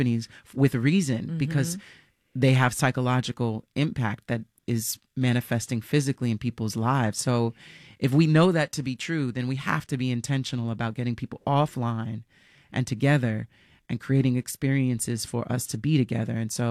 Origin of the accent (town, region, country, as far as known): New York, United States; born or raised there